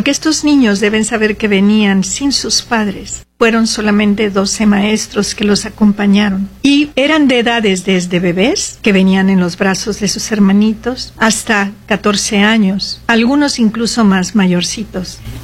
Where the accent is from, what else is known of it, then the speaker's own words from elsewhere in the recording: Veracruz, Mexico; now in Seattle, United States; Yo soy originalmente de Veracruz, México, pero llevo varios años radicando en esta hermosa ciudad, la ciudad de Esmeralda, Seattle, donde siempre llueve.